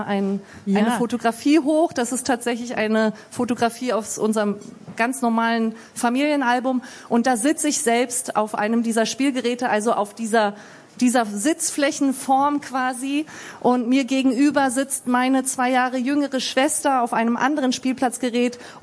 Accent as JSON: {"language": "German", "region": "Berlin", "country": "Germany", "tie": "born or raised there", "said": "da ich in Siemensstadt aufgewachsen bin ich halt vor einigen Jahren wieder zurückgegangen in die Siedlung, in der ich aufgewachsen bin"}